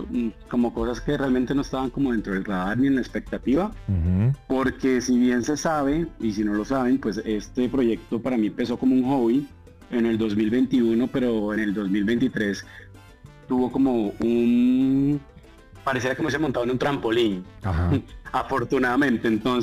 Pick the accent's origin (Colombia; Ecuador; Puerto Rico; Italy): Colombia; Agustín Codazzi, Cesar; criadas en la costa norte de Colombia, puntualmente en Agustín Coa Cesar, que es de donde soy yo.